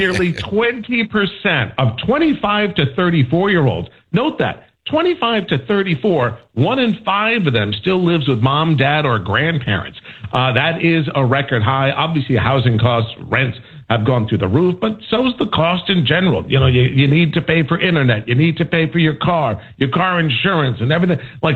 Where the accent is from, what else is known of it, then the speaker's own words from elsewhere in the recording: New England, United States; moved away; when I grew up in New England, you'd go home at 5 o'clock. It's already been dark for half an hour.